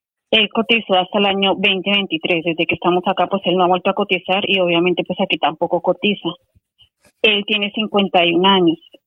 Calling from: Pinto, Community of Madrid, Spain; Sí, de Pinto.

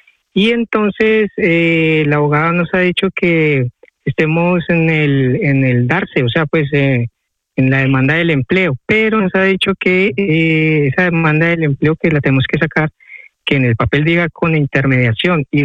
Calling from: Madrid, Community of Madrid, Spain; Hola, buenos días. … me comunico de Madrid.

